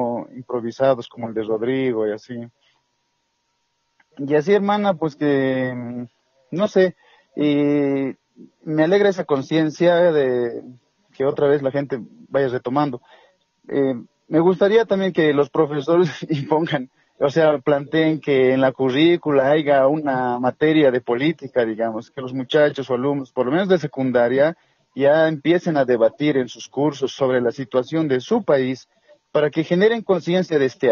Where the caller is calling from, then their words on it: Sacaba, Cochabamba, Bolivia; de aquí de Sacaba, Cochabamba.